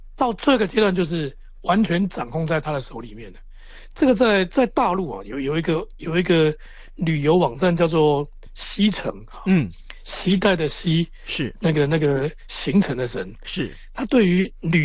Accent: Taiwan; 因为我们台湾人几乎所有人都用赖嘛

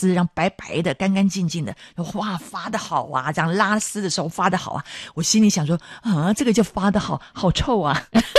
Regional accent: Taiwan; 我就是客家人嘛，台湾人嘛，嗯，对，我们已经有我们自己的饮食文化。

